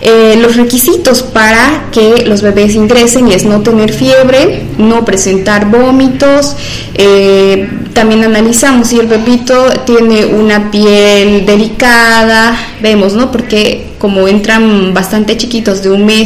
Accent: Trinidad, Beni, Bolivia; nuestra hermosa ciudad de Trinidad

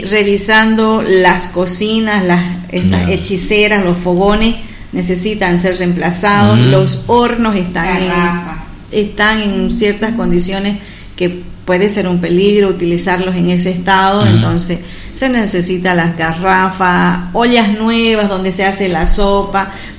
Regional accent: Trinidad, Beni, Bolivia; somos parte de Trinidad

